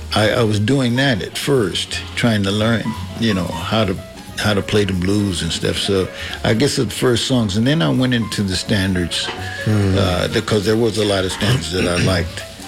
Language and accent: English; Texas, United States; I'm from Texas, and there were people that I, as a young kid, I didn't even know anything about music